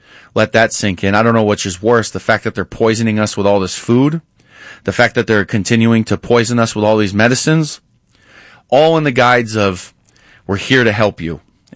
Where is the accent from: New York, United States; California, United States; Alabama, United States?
New York, United States; And it was great because, you see, I grew up in New York.